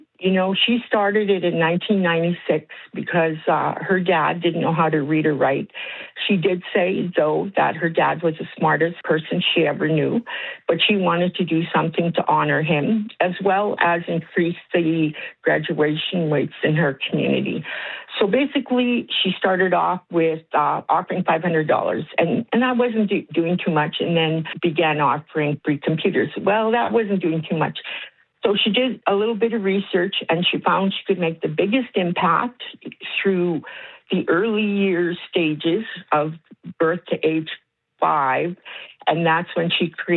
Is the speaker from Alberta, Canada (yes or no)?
yes; Edmonton, Alberta, Canada; now in Manitoba, Canada; And I say that because I'm originally from Edmonton.